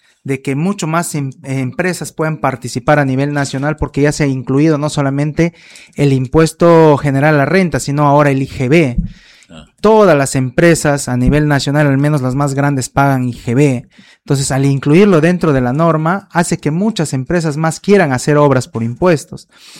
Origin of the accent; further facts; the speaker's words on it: San Martín, Peru; moved away; estoy esta semana de vacaciones en mi tierra, en San Martín.